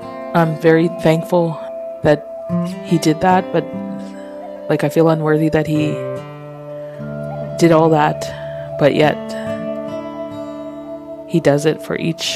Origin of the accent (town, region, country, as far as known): Kikino, Alberta, Canada; born or raised there